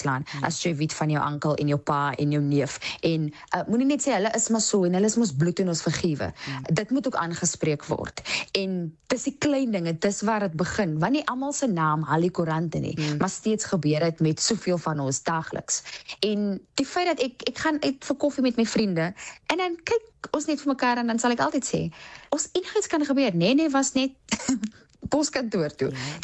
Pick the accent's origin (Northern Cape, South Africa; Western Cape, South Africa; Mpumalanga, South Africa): Western Cape, South Africa; Paarl; ek is gebore en getoe in die Perel. Mense is geskok as hulle vra, jou hele lewe lank, sê ek ja, en ek sal nooit uit die Perel uittrek nie.